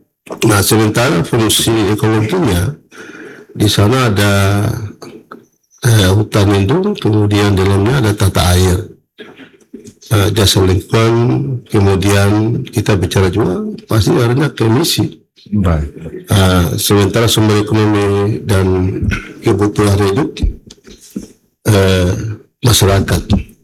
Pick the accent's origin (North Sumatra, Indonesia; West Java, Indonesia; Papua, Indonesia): Papua, Indonesia; kita orang Papua